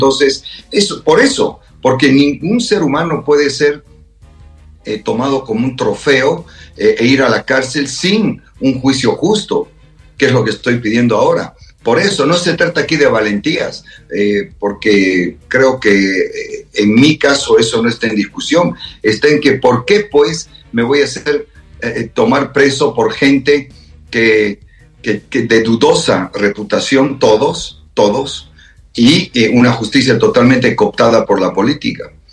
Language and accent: Spanish; Bolivia; moved away as an adult; yo pienso como vos y como muchos bolivianos